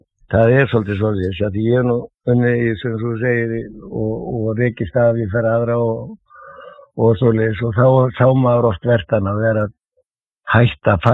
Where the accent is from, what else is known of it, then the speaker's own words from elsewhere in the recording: Reykjavík, Capital Region, Iceland; Já, ég er fæddur á uppalinn í Klefsholtinu og ef einhver hefur verið fróttari þá var það við Klefsarðinni, sko.